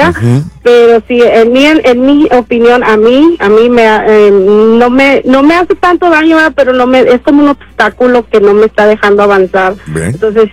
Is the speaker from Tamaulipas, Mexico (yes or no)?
yes; Matamoros, Tamaulipas, Mexico; Sí, o simplemente el hecho de ver mis familiares que van a Matamoros, porque soy de Matamoros, Tamaulipas.